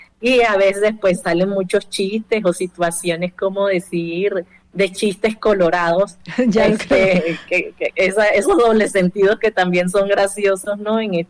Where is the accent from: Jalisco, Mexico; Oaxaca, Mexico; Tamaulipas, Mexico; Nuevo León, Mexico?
Jalisco, Mexico; Guadalajara; yo no sabía eso de acá, de Guadalajara, y yo soy tapatía